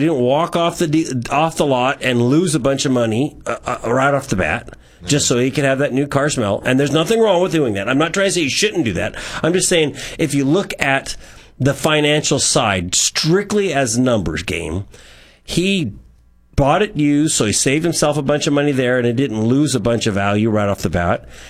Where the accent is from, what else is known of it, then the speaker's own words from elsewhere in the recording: United States; at least as an American